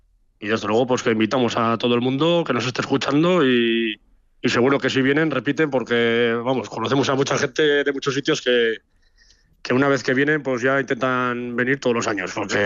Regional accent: Haro, La Rioja, Spain; pues yo creo que es una cosa muy, muy emocionante y muy sentimental para todos los que somos de Haro.

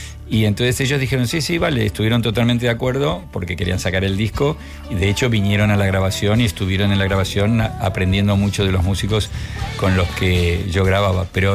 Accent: Region of Murcia, Spain; y yo decía, pero si soy de Murcia.

